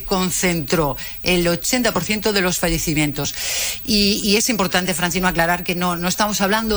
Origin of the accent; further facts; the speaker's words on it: Galicia, Spain; En las casas, yo soy gallega, pues no hay aire acondicionado, vamos, no lo había ni en los coches.